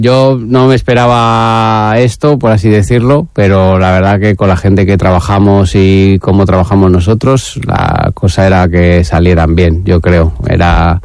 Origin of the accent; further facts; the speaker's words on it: León, Castile and León, Spain; Yo soy de León, uh-huh, soy cazurro.